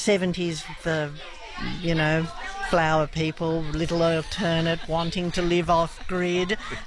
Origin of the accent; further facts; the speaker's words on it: Sydney, New South Wales, Australia; now in Rowlands Plains, Australia; And I came from the Big Smoke, Sydney. I grew up in Sydney. And once I found Rowlands Plains, I never looked back.